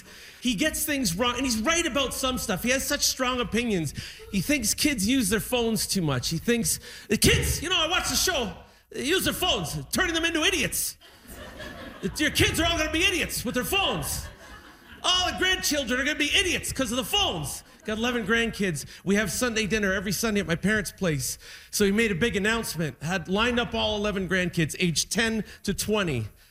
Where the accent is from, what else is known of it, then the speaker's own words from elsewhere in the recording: Niagara-on-the-Lake, Ontario, Canada; Thank you, Niagara-on-the-Lake, my hometown.